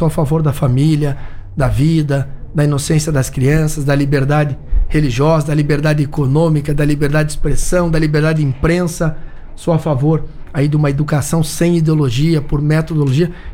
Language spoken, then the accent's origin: Portuguese; Paraná, Brazil; falo agora como paranaense.